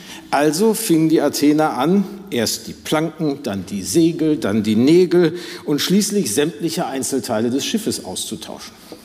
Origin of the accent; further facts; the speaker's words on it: Hamburg, Germany; Da können wir als Hamburger was zu erzählen.